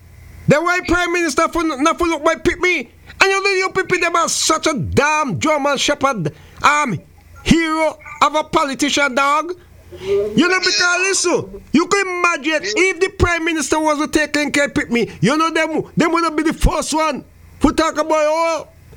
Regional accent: St. Vincent & Grenadines; St. Vincent Grenadines is his, you know, my hometown.

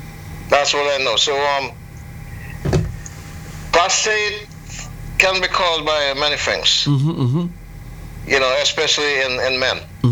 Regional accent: Antigua & Barbuda; now in Florida, United States; when we were growing up in Antigua

